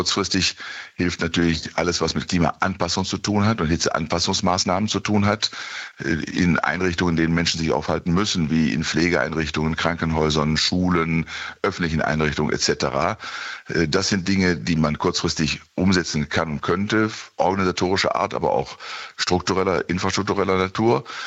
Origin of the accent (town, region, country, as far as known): Bielefeld, North Rhine-Westphalia, Germany; born or raised there